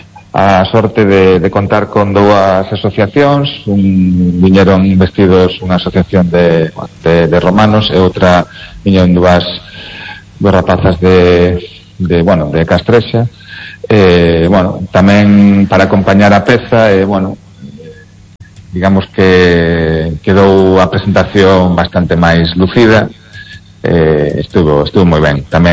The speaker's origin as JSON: {"language": "Galician", "town": "Lugo", "region": "Galicia", "country": "Spain", "moved": "yes"}